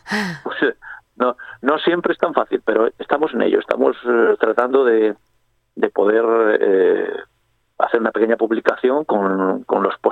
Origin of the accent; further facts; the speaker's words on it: Liébana, Cantabria, Spain; en Liébana llevamos unos años con veranos con un calor extremo